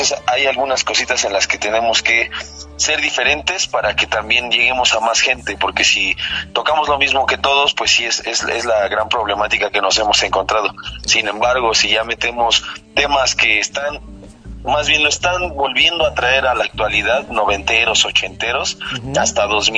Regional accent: Chalco, State of Mexico, Mexico; somos de aquí todos oriundos de Chalco, todos somos de Chalquito.

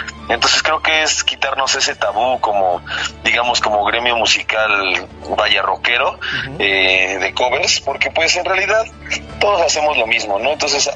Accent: Chalco, State of Mexico, Mexico; somos de aquí todos oriundos de Chalco, todos somos de Chalquito.

